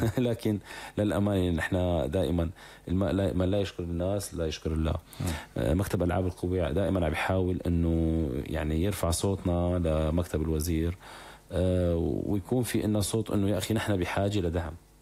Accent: Idlib, Idlib Governorate, Syria; أنا كنت موجود بمدينة إدلب وأنا ابن مدينة إدلب

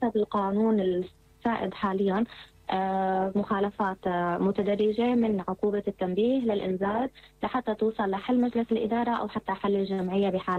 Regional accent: Syria; اللي كلياتنا نطمح فيه كسوريين،

